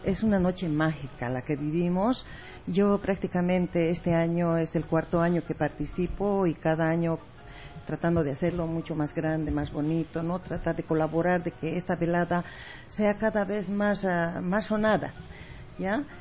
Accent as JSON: {"language": "Spanish", "region": "Oruro", "country": "Bolivia", "moved": "yes", "lives_now": "Santa Cruz, Bolivia", "said": "Yo soy una orureña más, soy una quirquincha más"}